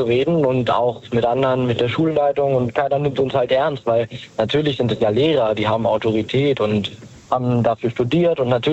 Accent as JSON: {"language": "German", "region": "Lower Saxony", "country": "Germany", "said": "Wir kommen aus der Nähe von Hannover."}